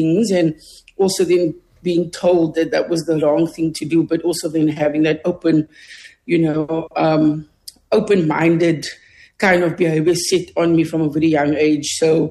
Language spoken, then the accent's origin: English; Cape Town, Western Cape, South Africa; growing up in Mitchells Plain really shaped me in a lot of ways.